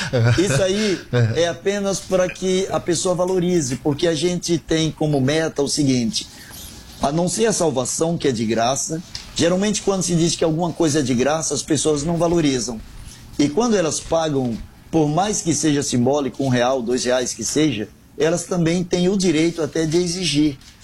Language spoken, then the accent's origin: Portuguese; Aracaju, Sergipe, Brazil; born there; now in Rio de Janeiro, Brazil; eu sou carioca no sentido de fui tão bem recebido por esse povo que eu me considero daqui. De nascença eu sou sergipano, eu sou de Aracaju, mas já moro aqui no Rio de Janeiro há 30, 35 anos.